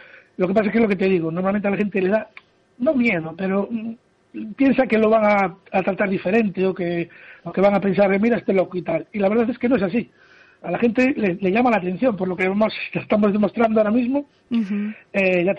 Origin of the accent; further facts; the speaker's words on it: Ferrol, Galicia, Spain; yo soy de Canigo.